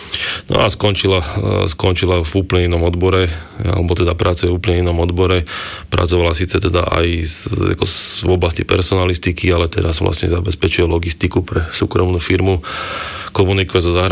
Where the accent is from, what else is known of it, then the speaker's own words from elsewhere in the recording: Trenčín, Trenčín Region, Slovakia; Ako dieťa som bol v podstate stále v okne. To boli v podstate koniec 80. rokov, začiatok 90. rokov